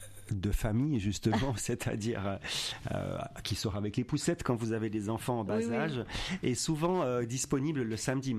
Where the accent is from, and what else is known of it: Switzerland; now in France